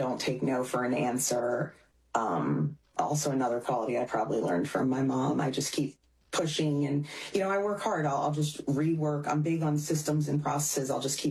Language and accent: English; Hamilton, New Jersey, United States; So I grew up in Hamilton, New Jersey, but I am an only child.